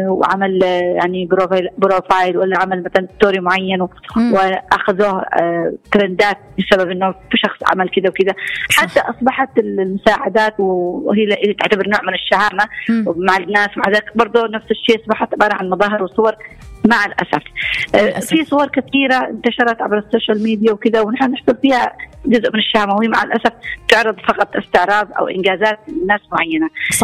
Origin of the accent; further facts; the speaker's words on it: Yemen; نحن كيمنيين